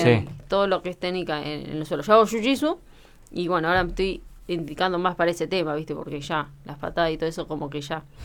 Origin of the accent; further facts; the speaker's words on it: Argentina; acá tenemos los colores de Argentina y hay que llevarlos si somos argentinos.